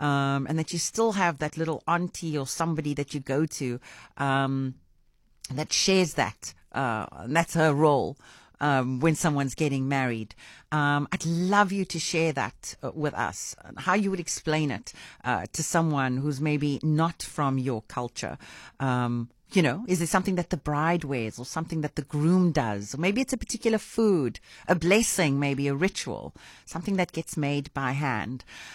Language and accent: English; Cape Town, Western Cape, South Africa; I'm from Cape Town, and like so many Capetonians, I come from a wonderfully mixed cultural background.